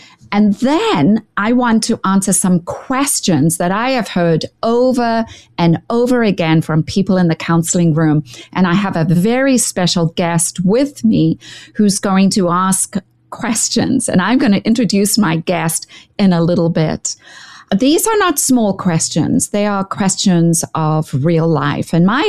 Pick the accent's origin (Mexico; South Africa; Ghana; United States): South Africa; born or raised there